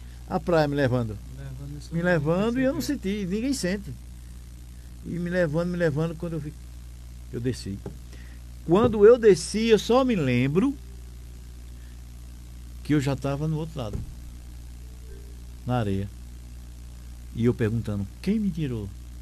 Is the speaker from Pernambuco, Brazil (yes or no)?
yes; Pernambuco, Brazil; Nunca saí de Pernambuco. Só Pernambuco.